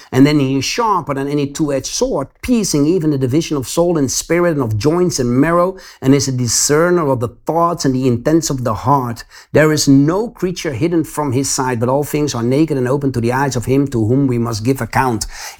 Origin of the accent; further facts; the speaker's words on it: Netherlands; English is a second language; like I'm from Holland, but I'm convicted in Portugal, you know